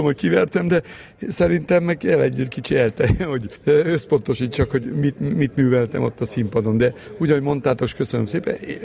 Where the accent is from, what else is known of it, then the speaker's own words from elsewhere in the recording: Transylvania, Romania; Én mivel kettős állampolgár vagyok, magyar is vagyok, román is. Ott játszok, ahol felkérnek, ahol játszok. Mivel ott élek ki, Erdélyben